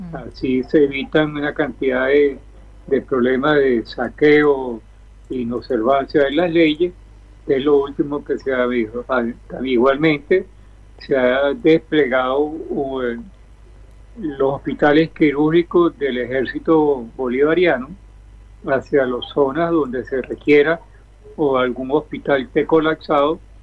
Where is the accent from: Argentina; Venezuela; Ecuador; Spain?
Venezuela; En este caso, Venezuela, hemos aceptado la ayuda internacional